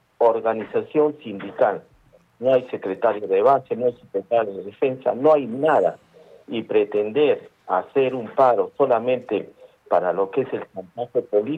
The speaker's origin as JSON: {"language": "Spanish", "region": "Arequipa", "country": "Peru", "tie": "born there", "said": "que soy de Arequipa, arequipeño de nacimiento."}